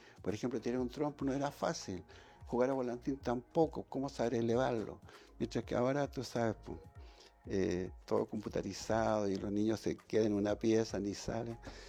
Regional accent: Tomé, Biobío, Chile; Y nací acá en Tomé, en Cerro Alegre. Y en Cerro Alegre hay una calle llamada Rincón Grande en ese momento, número 88. Porque yo nací ahí, en la casa, no en el hospital.

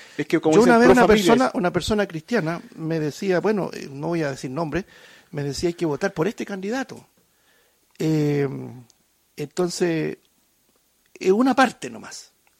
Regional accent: Chile; somos chilenos, nacimos aquí

